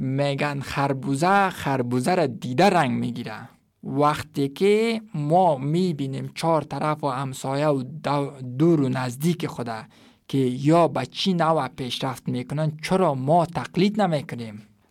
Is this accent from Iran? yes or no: no; Afghanistan; moved away; also born or lived in India / Turkey; واقعا خیلی مرا درد میتک که شرایط وطن خودم میبینم.